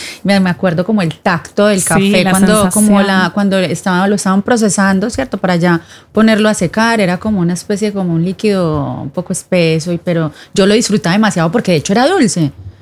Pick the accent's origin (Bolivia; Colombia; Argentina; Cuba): Colombia; Y como colombiana, haber tenido la suerte y el honor de haber tenido mis abuelos cafeteros